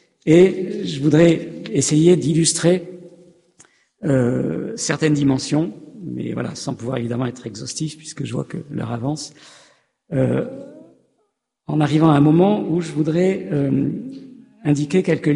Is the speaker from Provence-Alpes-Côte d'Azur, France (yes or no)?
yes; Nice, Provence-Alpes-Côte d'Azur, France; moved away as an adult; now in Lyon, France; quand je suis arrivé à Lyon, puisque je suis un Niçois d'origine